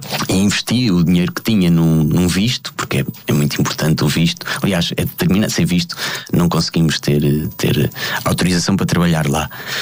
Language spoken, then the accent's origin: Portuguese; Portugal; assim que digo sou português